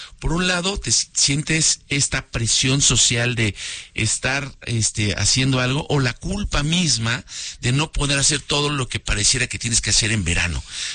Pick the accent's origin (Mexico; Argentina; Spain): Mexico; los mexicanos pues tenemos unas vacaciones de verano